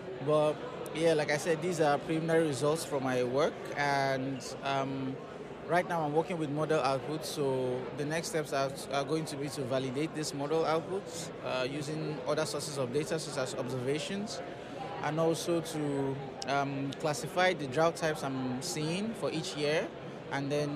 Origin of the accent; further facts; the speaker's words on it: Nigeria; now in Hobart, Australia; I'm Nigerian. I am with the University of Tasmania. I work at the Institute of Marine and Antarctic Studies, IMAS. I actually just arrived in Hobart about a week ago to start the second year of my PhD.